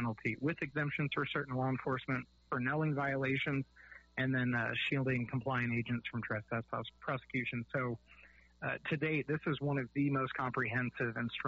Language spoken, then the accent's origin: English; New Mexico, United States; talking with lawmakers everywhere from Utah to my home state of New Mexico and everything in between.